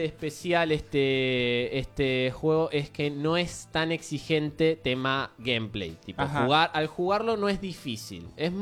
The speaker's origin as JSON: {"language": "Spanish", "town": "Bernal", "region": "Buenos Aires Province", "country": "Argentina"}